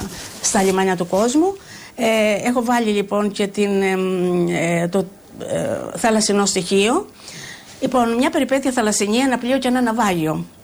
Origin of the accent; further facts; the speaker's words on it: Ziros, Crete, Greece; moved away as an adult; από τις ιστορίες που άκουγα από τα μικράτα μου μέχρι 22 χρόνια που έφυγε από το χωριό μου τη Ζήρο.